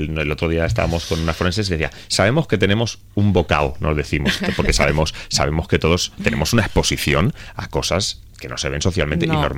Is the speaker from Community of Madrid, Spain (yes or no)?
no; Elda, Valencian Community, Spain; Yo recuerdo ver esta peli, yo soy de Elda, de Alicante, con mi padre en el cine Cervantes.